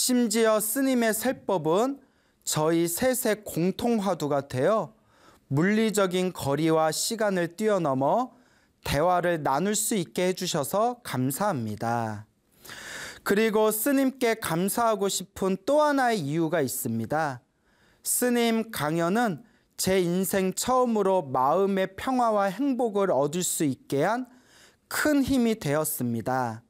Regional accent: Argentina; 저는 아르헨티나에서 종교는 불교이지만 불법의 도리를 잘 모르는 집에서 태어났습니다. 그래서 가끔 현지에 있는 절에 가기도 했으나

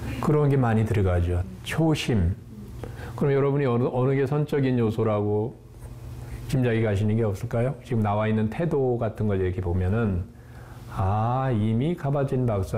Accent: Cheongju, North Chungcheong, South Korea; 제가 고향이 저 충북 청주인데

